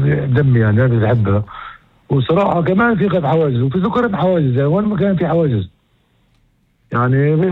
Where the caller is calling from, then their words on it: the north, Israel; من الشمال.